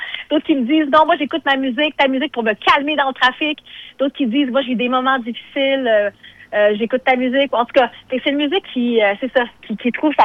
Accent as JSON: {"language": "French", "town": "Maria", "region": "Quebec", "country": "Canada", "tie": "born or raised there", "moved": "as an adult", "said": "quand j'y retournais après ça en Gaspésie, à Maria, dans mon village"}